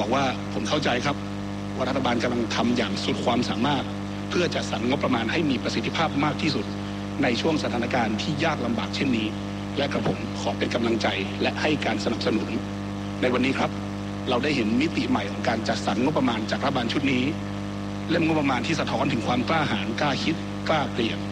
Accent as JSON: {"language": "Thai", "region": "Northern Thailand", "country": "Thailand", "said": "ผมเองในฐานะคนเหนือส.ส.ภาคเหนือ"}